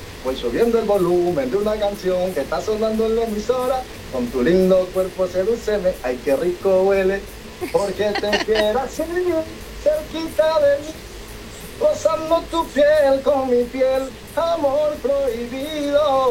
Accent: Ecuador; now in Spain; soy ecuatoriano de corazón.

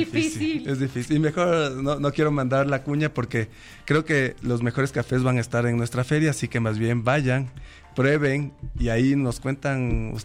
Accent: Quito, Pichincha, Ecuador; como quiteños y ecuatorianos

